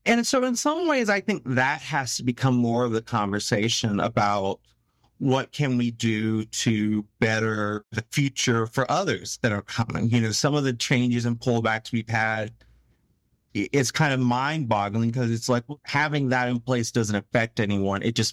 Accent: South Carolina, United States

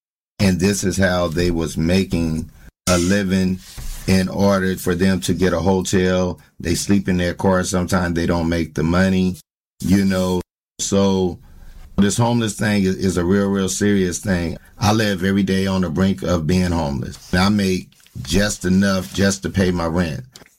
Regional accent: San Francisco, California, United States; I'm born and raised in San Francisco, Hunters Point.

